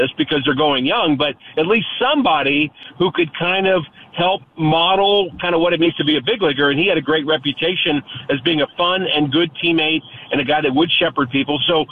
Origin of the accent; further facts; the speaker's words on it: New York, United States; I grew up in New York